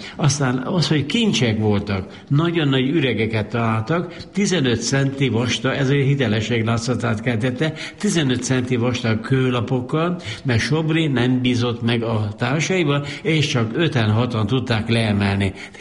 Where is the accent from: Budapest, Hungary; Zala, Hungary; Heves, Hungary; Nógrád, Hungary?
Zala, Hungary; Balatongyörök; de én gyerekkoromban Balatongyörökön nőttem fel